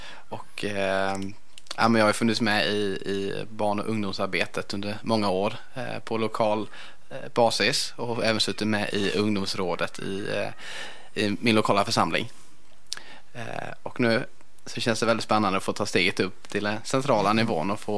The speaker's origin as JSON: {"language": "Swedish", "town": "Stockaryd", "region": "Jönköping County", "country": "Sweden", "said": "Jag kommer från Stockaryd och tillhör Stockaryds frikyrkoförsamling. Jag bor nu i Sävsjö, så jag har inte rört mig så långt, men en kvart i alla fall."}